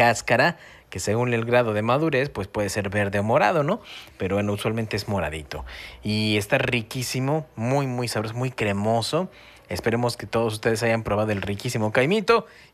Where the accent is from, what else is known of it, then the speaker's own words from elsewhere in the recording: Mexico City, Mexico; moved away; allá en mi pueblo, en el Distrito Federal, en la Ciudad de México hoy día